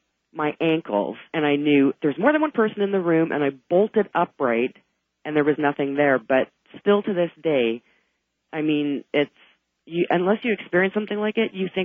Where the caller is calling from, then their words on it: Mississauga, Ontario, Canada; I'm calling from Mississauga, Ontario, Canada.